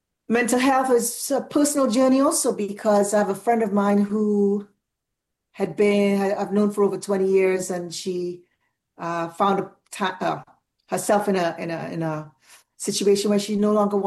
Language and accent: English; Trinidad & Tobago; now in New York, United States; And I'm Trinidadian. I live in New York, yes. I've been here for many years, yes, but I'm Trinidadian.